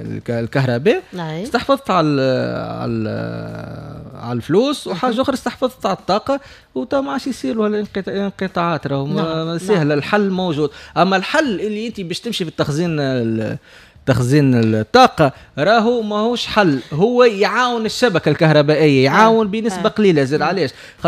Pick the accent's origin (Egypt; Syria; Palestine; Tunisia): Tunisia; موجودة عندنا في تونس